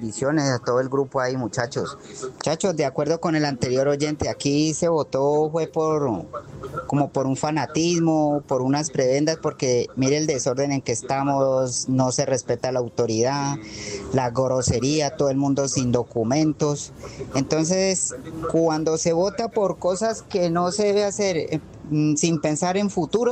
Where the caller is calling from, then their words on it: Colombia; nosotros como colombianos o pueblo tenemos la valentía es para pelear entre nosotros mismos